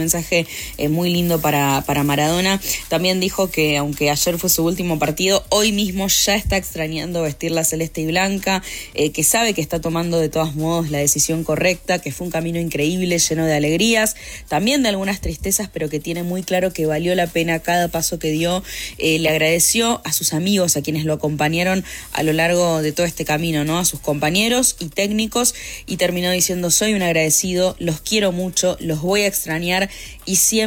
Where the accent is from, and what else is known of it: Argentina